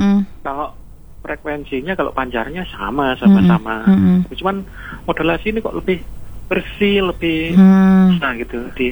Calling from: Balung, East Java, Indonesia

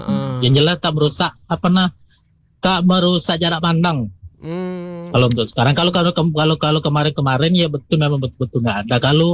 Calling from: Jambi, Indonesia; Saya dari Jambi.

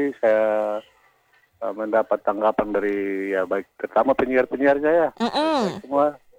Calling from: East Nusa Tenggara, Indonesia

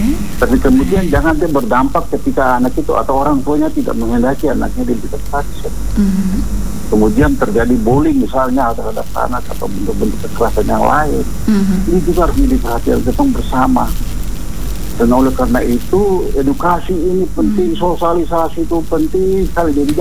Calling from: Yogyakarta, Special Region of Yogyakarta, Indonesia; Dari jauh salam saya dari Kota Jogja untuk semua di Pak-Pak.

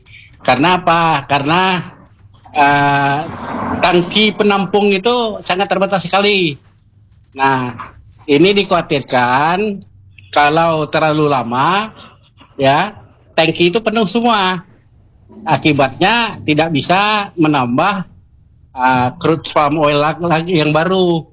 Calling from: Bangka Belitung Islands, Indonesia; seperti di desa saya ya, Desa Bululuk

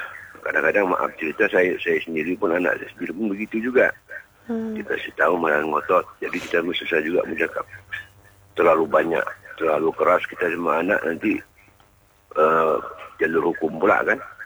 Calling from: Malay area, Indonesia; kita kan Melayu ni kan.

